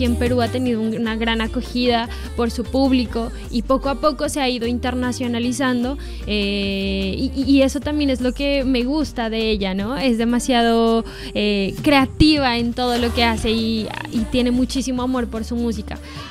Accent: Nariño, Colombia; moved away as an adult; now in Bogotá, Colombia; Soy de Nariño. Esta es como la frontera con Ecuador. Entonces, de verdad, hay muchísima influencia musical también.

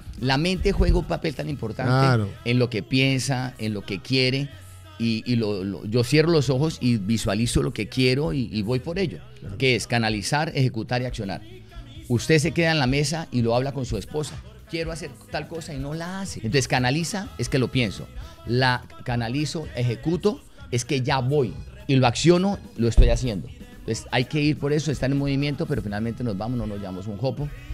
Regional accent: Cúcuta, Norte de Santander, Colombia; yo vengo de Cúcuta, de una región muy, muy, muy olvidada, con una familia también, donde había comida

